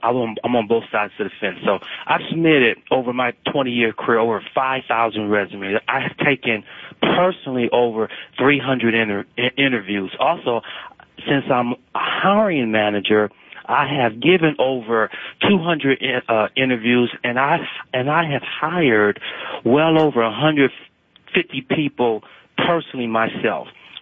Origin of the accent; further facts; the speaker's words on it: Michigan, United States; You know, so I'm from Michigan.